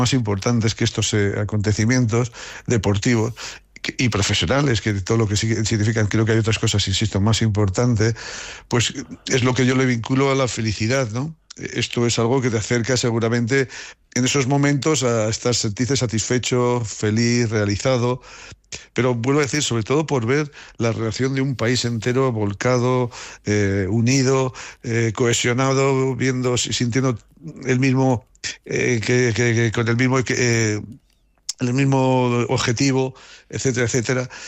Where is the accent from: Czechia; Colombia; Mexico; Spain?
Spain; Haro, La Rioja; pero para mí siempre seguirá siendo mi pueblo. Y insisto, siempre me he sentido muy querido, muy reconocido, toda mi familia, y especialmente pues, por lo que yo he significado con el deporte, pues siempre tenía ese puntito de que cada vez que iba a Haro, pues era una pequeña fiesta